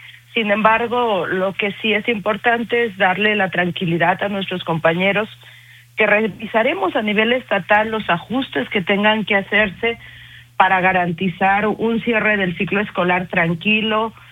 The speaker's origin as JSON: {"language": "Spanish", "region": "Aguascalientes", "country": "Mexico", "said": "en Aguascalientes, la verdad yo se los he dicho, somos la Suiza de México, trabajamos diferente."}